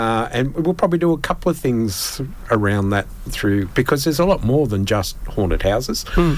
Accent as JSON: {"language": "English", "town": "Sydney", "region": "New South Wales", "country": "Australia", "tie": "born or raised there", "said": "But I grew up in Sydney"}